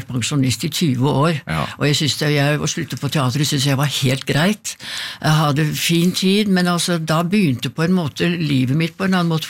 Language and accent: Norwegian; Oslo, Norway; Jeg har vokst opp på Beste Vestkant, som det heter.